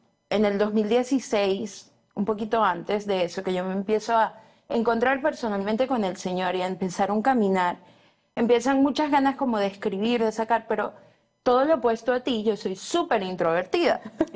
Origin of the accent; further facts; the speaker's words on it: Venezuela; now in United States; también soy venezolana, llevo 10 años aquí en Estados Unidos.